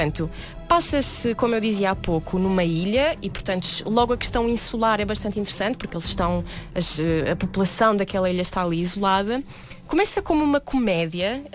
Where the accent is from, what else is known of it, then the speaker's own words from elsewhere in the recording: Brazil; born there; eu nasci no Brasil e no Brasil há uma liberdade muito grande para